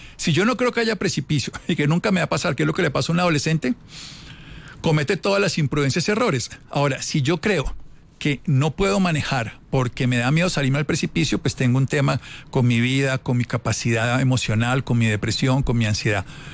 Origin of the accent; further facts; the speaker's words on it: Armero, Tolima, Colombia; Yo soy de Armero, Tolima, 25.000 personas murieron hace 40 años. Conozco esta historia.